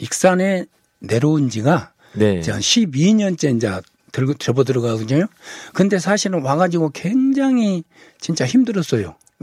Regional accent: Haenam, South Jeolla, South Korea; also born or lived in Seoul; now in Iksan, South Korea; 원래 고향이 해남이거든요.

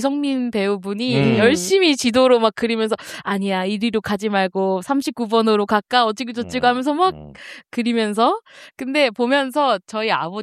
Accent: Iksan, North Jeolla, South Korea; 저는 익산에서 왔습니다.

